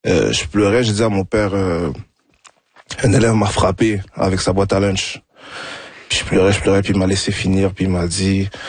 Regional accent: Cameroon; Après, c'est mon pays d'origine. Quand même, c'est la culture camerounaise, c'est quand même une culture qui est quand même très forte, très présente.

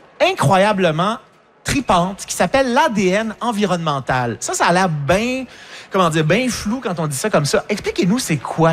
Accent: Montreal, Quebec, Canada; parce que quand on vient de Montréal, pour nous, c'est comme pas mal la limite, mais quand on est en Abitibi, il y a du nord en haut.

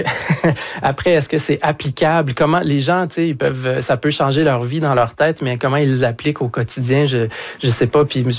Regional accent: Quebec, Canada

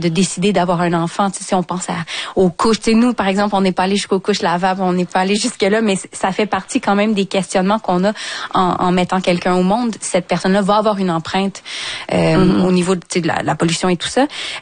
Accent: Saint-Hyacinthe, Quebec, Canada; moved away; moi, je venais du 4-5-0, je viens de Saint-Hyacinthe

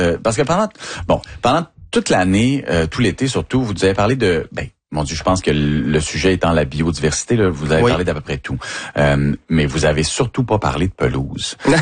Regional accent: Quebec, Canada; Moi, je viens de Delbaume-Stessigny, Saguenay-Lac-Saint-Jean.

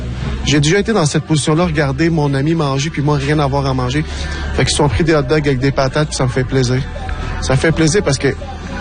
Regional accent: Verdun, Quebec, Canada; J'ai grandi dans Verdun. Je connais les difficultés que les Verdunois ou que les jeunes ont eues.

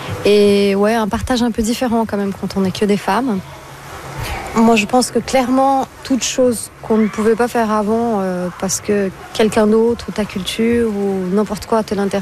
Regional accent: Brazil; Moi, je suis brésilienne à la base, donc quand je pense à l'Amazone, ben, c'est trouble

